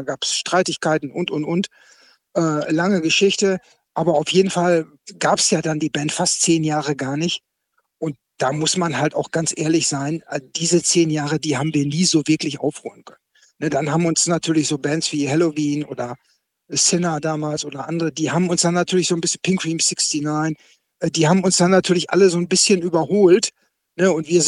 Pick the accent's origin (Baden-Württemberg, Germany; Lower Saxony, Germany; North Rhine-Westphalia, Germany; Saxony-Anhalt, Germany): North Rhine-Westphalia, Germany; Münster; so hier in meiner Heimatstadt Münster